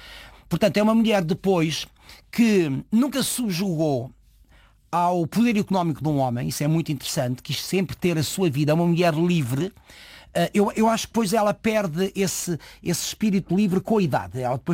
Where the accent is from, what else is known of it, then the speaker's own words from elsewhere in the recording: Lisbon, Portugal; born there; Atenção que eu nasci em Lisboa, minha mãe conhece o meu pai em Lisboa, volta para Coimbra, que é um meio pequeno.